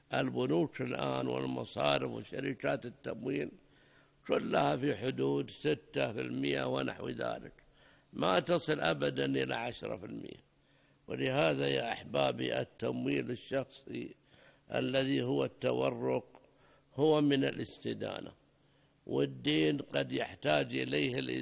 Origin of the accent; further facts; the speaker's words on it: Saudi Arabia; الريال السعودي معتبر عندنا في المملكة العربية السعودية في الزكاة بالريال الفضي،